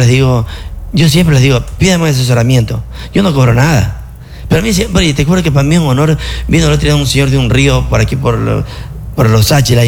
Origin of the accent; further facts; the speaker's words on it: Santo Domingo, Santo Domingo de los Tsáchilas, Ecuador; muchos empresarios de Santo Domingo tenemos que hacer eso